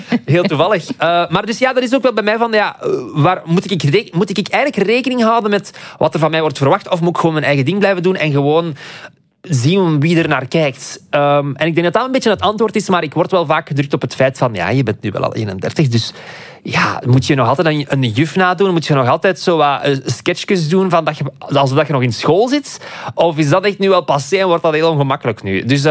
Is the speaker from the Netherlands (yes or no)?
no; Aalst, Flanders, Belgium; accent: Aalst; En ik heb dezelfde tongval als Aaron. We zijn alle twee van het Aalsterse, van die kant.